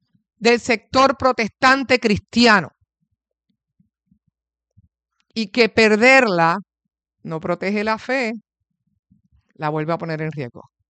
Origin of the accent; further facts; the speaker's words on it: Mayagüez, Puerto Rico; yo no soy de Manatí, sé que hay … Manatí, no soy de Manatí, soy de Mayagüez … son de Añasco y Cabo Rojo, y bueno, del área oeste.